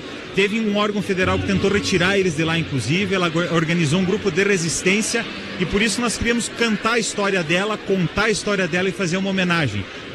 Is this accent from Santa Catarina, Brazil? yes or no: yes; Santa Cecília, Santa Catarina, Brazil; now in Frei Rogério, Brazil; Eu sou natural de Santa Cecília, mas moro em Freiburgo.